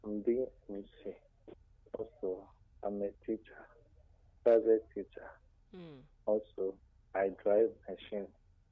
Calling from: Enugu State, Nigeria; I'm from Enugu State as well.

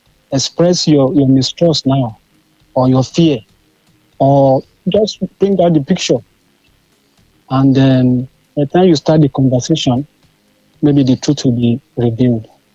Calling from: Kitui, Kitui County, Kenya; They're calling from Kitui.

